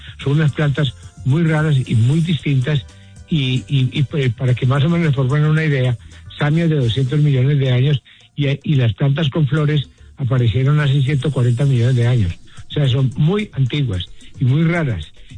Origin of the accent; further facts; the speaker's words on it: Colombia; Y al sitio del planeta donde llego, digo … de Colombia.